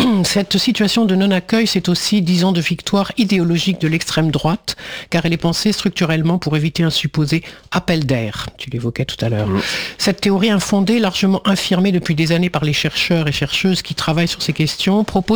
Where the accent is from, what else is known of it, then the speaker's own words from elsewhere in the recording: France; parce que je suis français